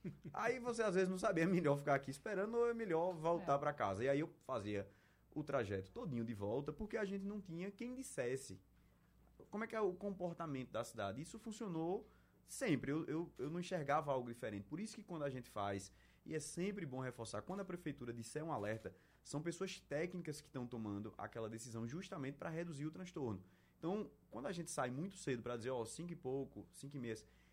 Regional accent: Recife, Pernambuco, Brazil; born there; eu nasci aqui em Recife, fui para o interior, voltei para estudar na universidade, estudava na Universidade Federal de Pernambuco

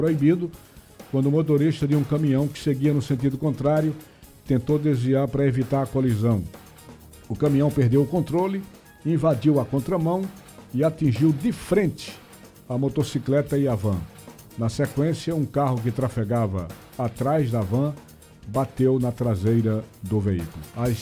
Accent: Belo Jardim, Pernambuco, Brazil; Belo Jardim, Minha Terra, gente.

